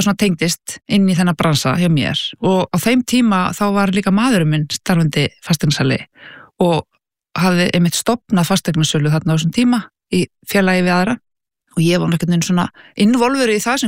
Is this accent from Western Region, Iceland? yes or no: no; Reykjavík, Capital Region, Iceland; Ég hérna, er uppalinn í Bökkunum í Breiðholti, frábær staður.